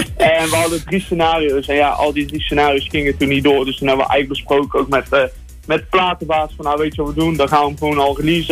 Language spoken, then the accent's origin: Dutch; Breda, North Brabant, Netherlands; Ik kom uit het mooie Brabant, uit het mooie Breda